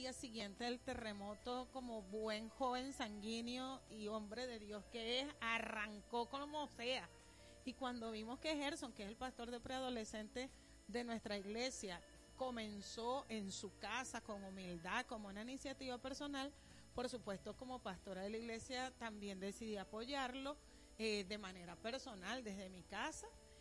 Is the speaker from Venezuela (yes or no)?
yes; Venezuela; como venezolanos que somos